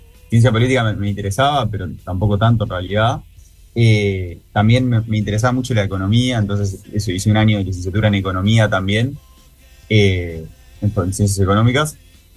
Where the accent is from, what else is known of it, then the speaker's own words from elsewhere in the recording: Montevideo, Uruguay; uruguayo, soy uruguayo